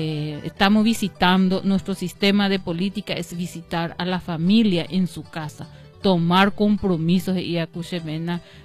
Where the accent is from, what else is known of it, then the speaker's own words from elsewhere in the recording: Paraguay; born there; San Antonio General Díaz, de aquí queda 25 kilómetros. Ese es Aicuata, a pesar de que es el lugar, la comunidad donde yo nací, es mi valle, donde está mi mamá y mi papá.